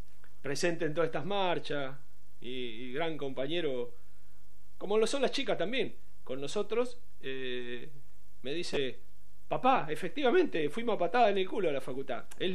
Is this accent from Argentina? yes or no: yes; Trenque Lauquen, Buenos Aires Province, Argentina; Yo me vine de Trenquelau, que es hijo de docente y ama de casa.